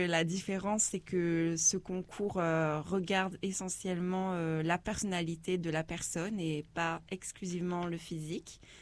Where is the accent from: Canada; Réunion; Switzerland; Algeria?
Réunion; Saint-Paul; j'ai 28 ans et je viens de Saint-Paul.